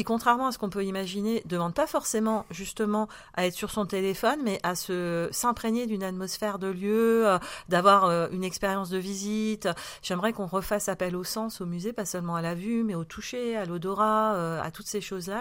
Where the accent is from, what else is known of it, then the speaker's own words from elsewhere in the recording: Metz, Grand Est, France; moved away as an adult; Je suis née, comme beaucoup, à la maternité Sainte-Croix qui existait encore. Et j'ai grandi au Sablon. Qui est mon quartier de naissance et de prédilection, rue de la Chapelle, près de l'église Sainte-Fiacre. Et voilà, c'est mon petit quartier coup de cœur de Metz.